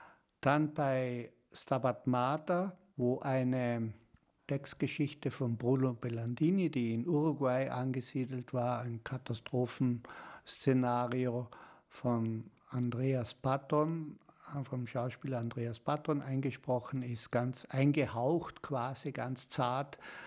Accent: Kötschach-Mauthen, Carinthia, Austria; dass ich in Kötschaf-Mauthen in Kärnten, wo ich herkomme, der Erbe meiner Tante bin.

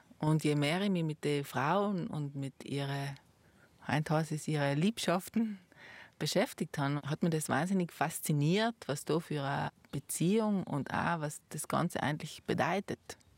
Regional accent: Eisack Valley, Trentino-Alto Adige, Italy; now in Passeier Valley, Italy; Also ich komme ursprünglich aus dem Eisacktal, bin eine Zugroßte.

